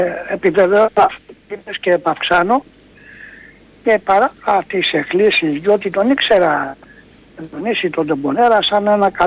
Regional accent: Corfu, Ionian Islands, Greece; εγώ που είμαι από την Κέρκυρα

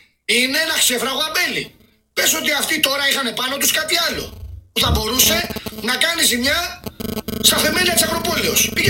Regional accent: Greece; Μιλάω σαν Έλληνας.

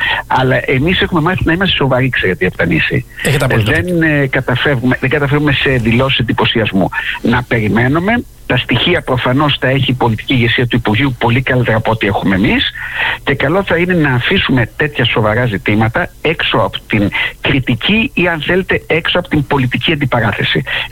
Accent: Ionian Islands, Greece; also born or lived in Lefkada / Kefalonia; Από τα δύο νησιά πάνω και κάτω στη Λευκάδα.

